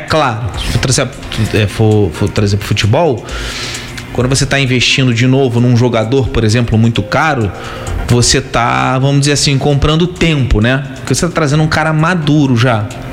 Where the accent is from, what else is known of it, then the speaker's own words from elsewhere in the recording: Brazil; até como brasileiro, né?